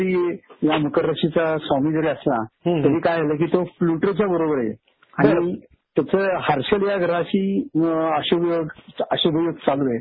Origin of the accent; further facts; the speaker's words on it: Maharashtra, India; मी मुळचा चिंचवड जवळ ताफड गाव आहे.